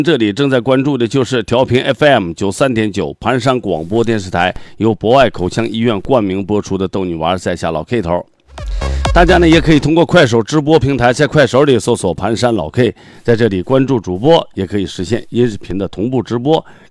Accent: Heilongjiang, China; moved away; 我们黑龙江那边老家那边就是。

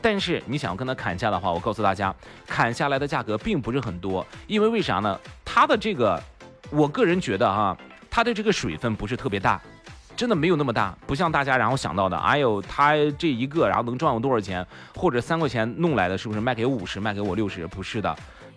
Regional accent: Qingzhou, Shandong, China; 土生土长的青州人

